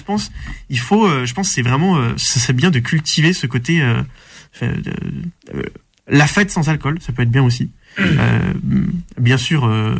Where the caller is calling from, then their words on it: Toulouse, Occitanie, France; depuis que je suis à Toulouse